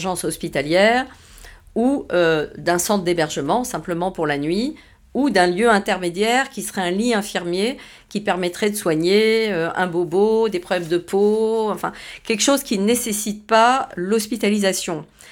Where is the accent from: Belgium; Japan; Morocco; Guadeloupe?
Morocco; now in France; quand j'étais enfant au Maroc, dans la Médina.